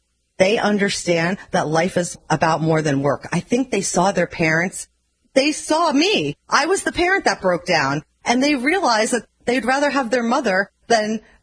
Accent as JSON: {"language": "English", "town": "Moorestown", "region": "New Jersey", "country": "United States", "tie": "born or raised there", "also_born_or_lived": "Boston", "said": "Interestingly enough, I was born in Boston, but when I was four, we moved to right outside of Philadelphia, a town called Moorestown. It's by Cherry Hill."}